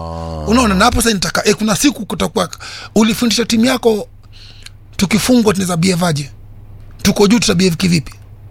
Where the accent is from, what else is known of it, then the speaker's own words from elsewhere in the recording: Nairobi, Kenya; tumetoka Maringo.